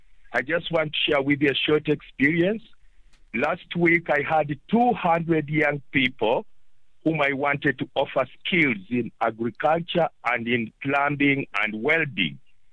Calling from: Aliwal North, Eastern Cape, South Africa; I'm phoning from Alwan North, that is in Eastern Cape.

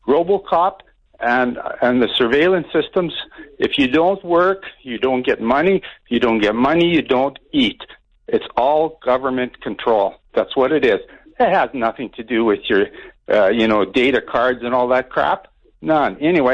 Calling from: Warman, Saskatchewan, Canada; Oh, no, I'm from Warman.

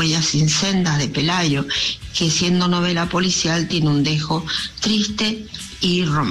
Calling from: Mendoza, Argentina; de Mendoza.

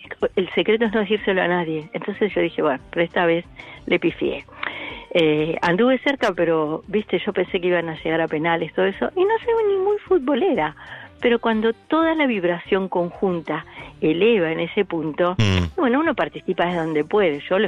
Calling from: Buenos Aires, Argentina; Yo estoy acá en la Capi, casi te diría cerca de la radio

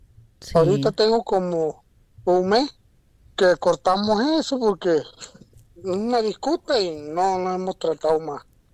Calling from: Santiago de Veraguas, Veraguas, Panama; Como yo soy acá de Santiago.

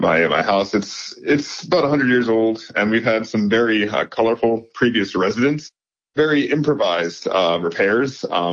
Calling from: Hazel Park, Michigan, United States; I'm calling from Hazel Park, Michigan.

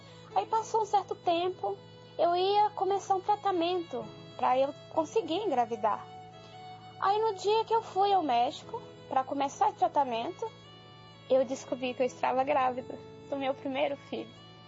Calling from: Santo Antônio do Itambé, Minas Gerais, Brazil; Sou de Santo Antônio do Itambé, Minas Gerais.

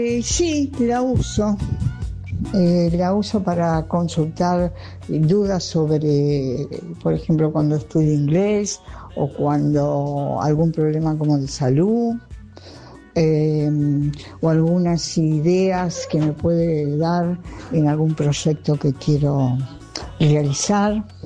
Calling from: Villa Martelli, Buenos Aires Province, Argentina; de Villa Martelli

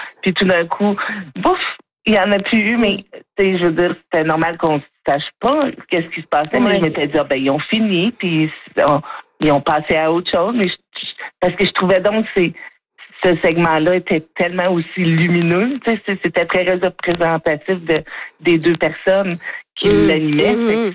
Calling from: Edmonton, Alberta, Canada; je suis en Alberta.

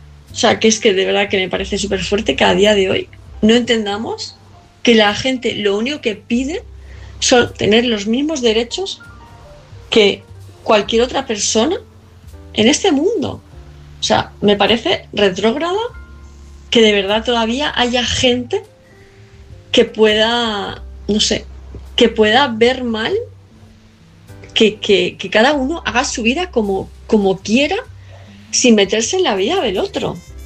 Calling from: Palma, Balearic Islands, Spain; de Palma de Mallorca

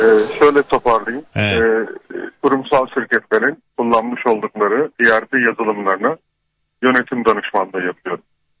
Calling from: Istanbul, Turkey; ben İstanbul'dan arıyorum.

